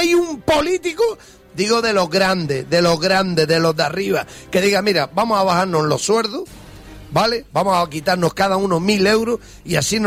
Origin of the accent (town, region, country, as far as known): Spain